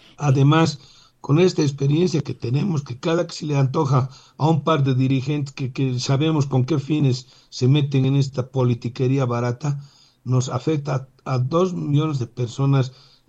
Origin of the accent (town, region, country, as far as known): La Paz, Bolivia